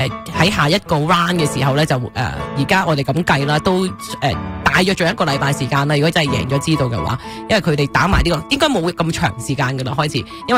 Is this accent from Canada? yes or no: yes; Canada; 咁我哋加拿大人可以睇波啦